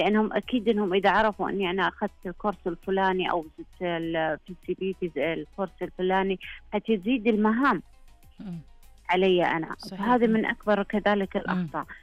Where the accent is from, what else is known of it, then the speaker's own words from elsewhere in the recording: Saudi Arabia; عندنا في المملكة العربية السعودية